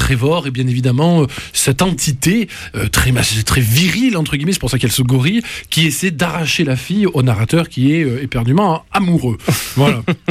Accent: Toulouse, Occitanie, France; Oui, on est Toulousain. Hein, qu'est-ce que tu veux?

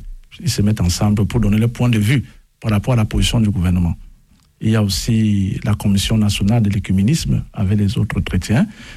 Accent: Cameroon; moved away as an adult; now in France; chez nous, au Cameroun, aujourd'hui, c'est férié.

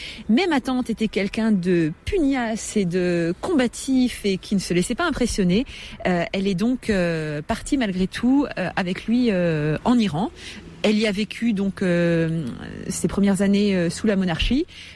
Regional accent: France; je n'ai pas d'origine iranienne, attention, j'ai de la famille qui vit en Iran, mais ce ne sont pas des origines, je n'ai pas de sang iranien, je suis française

